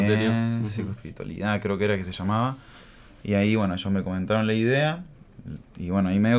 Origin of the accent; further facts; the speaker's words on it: Buenos Aires, Argentina; born there; also born or lived in Fortaleza, Ceará, Brazil; now in Entre Ríos, Argentina; Yo nací en Brasil, pero me crié en Argentina. Okay. En la provincia de Buenos Aires y de ahí acá Entre Ríos.